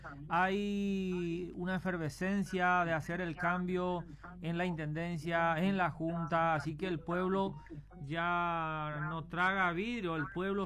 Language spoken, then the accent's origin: Spanish; Paraguay; somos paraguayos, con cédula de identidad